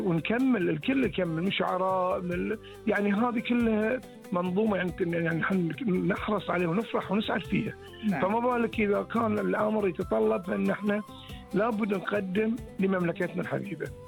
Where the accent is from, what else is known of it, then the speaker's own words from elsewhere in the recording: Bahrain; إحنا كمواطنين بحرينيين